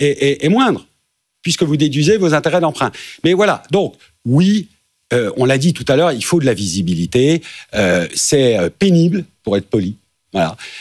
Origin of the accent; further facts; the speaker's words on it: Nantes, Pays de la Loire, France; Moi, nous, on vient de Nantes.